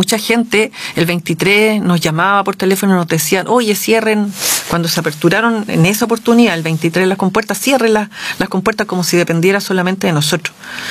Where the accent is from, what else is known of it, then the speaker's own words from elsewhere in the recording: Linares, Maule, Chile; yo soy de acá de Linares, nací en Linares